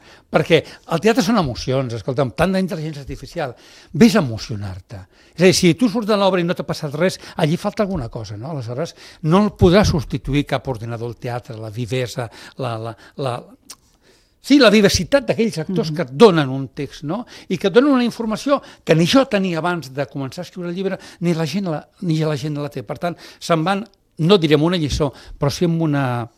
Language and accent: Catalan; Reus, Catalonia, Spain; Mira, jo sóc de Reus